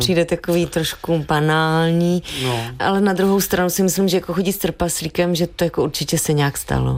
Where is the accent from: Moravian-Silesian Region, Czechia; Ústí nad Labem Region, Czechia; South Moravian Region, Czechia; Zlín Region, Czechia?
Zlín Region, Czechia; Vsetín; A já ji znám už od třetí třídy. Vyrůstali jsme na Vsetíně, u nás říká na Vsetíně.